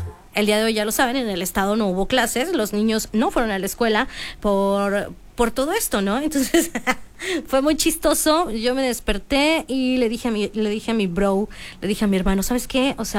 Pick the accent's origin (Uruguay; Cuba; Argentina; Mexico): Mexico